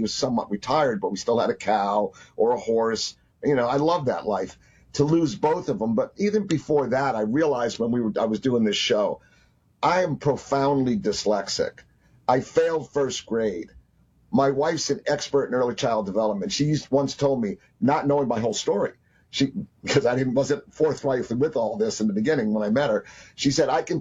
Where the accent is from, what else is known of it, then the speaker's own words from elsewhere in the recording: New Jersey, United States; also born or lived in New Orleans; Well, the bigger departure was from New Jersey. Because I started out as a little farm boy. My parents had a house on my grandfather's farm, and I was running throug